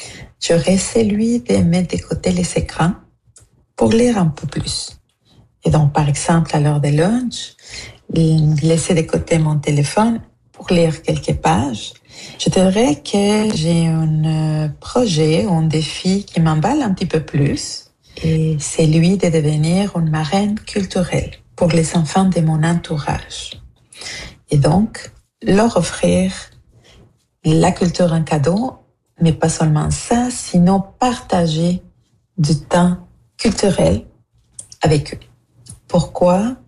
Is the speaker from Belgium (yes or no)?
no; Mexico; now in Quebec, Canada; Tu l'as fait pour moi en tant que Mexicaine et en tant que Québécoise.